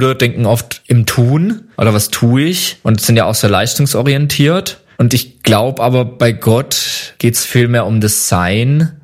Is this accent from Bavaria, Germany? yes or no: no; Baden-Württemberg, Germany; moved away as an adult; also born or lived in Ecuador; now in Central Hesse, Germany; Genau, komme ursprünglich aus der Nähe von Pforzheim, da bin ich geboren und aufgewachsen und mittlerweile über verschiedene Stationen jetzt wohnhaft in Mittelhessen.